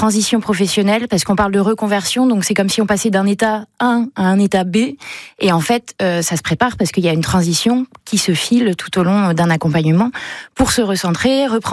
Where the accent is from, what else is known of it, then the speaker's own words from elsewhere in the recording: Normandy, France; now in La Rochelle, France; Je suis normande